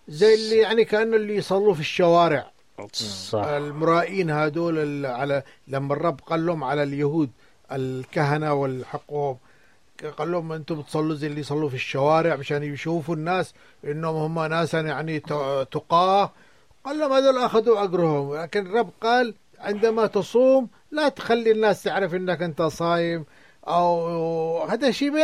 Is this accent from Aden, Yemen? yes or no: yes; Aden, Yemen; عندنا في عدن